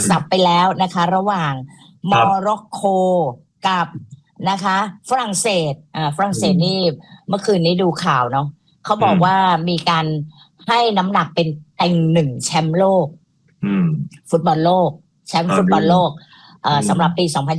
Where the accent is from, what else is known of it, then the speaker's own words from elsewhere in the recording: Bangkok, Thailand; ดิฉันเนี่ยคุ้นเคยกับวงเวียนใหญ่แล้วก็คลองสารแถวนั้นเนี่ยคือดิฉันเนี่ยเกิดและโตเส้นนั้นเลยดิฉันศิษย์เก่าโรงเรียนศึกษานารีด้วย